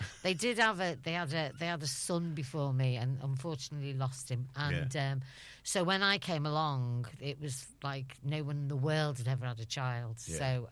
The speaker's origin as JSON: {"language": "English", "town": "Birkenhead", "region": "North West England", "country": "United Kingdom", "tie": "born or raised there", "moved": "as an adult", "lives_now": "Liverpool, United Kingdom", "said": "Yeah, Birkenhead girl, born and bred. And always think of that as my town, but I've always yeah. thought of it, of Liverpool as my city, because yeah. when I left school, I worked in Liverpool."}